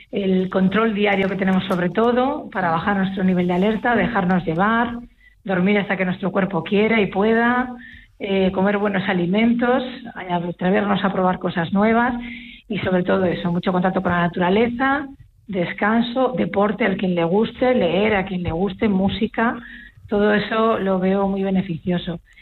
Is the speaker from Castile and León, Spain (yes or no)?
no; Galicia, Spain; Los gallegos acuden, como gallega que soy